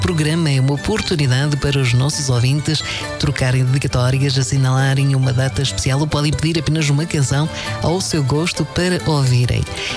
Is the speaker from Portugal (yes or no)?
yes; São Jorge Island, Azores, Portugal; now in California, United States; E eu envio também um grande abraço a toda a minha família e amizades nos Açores, em especial na minha terra, Ilha de São Jorge.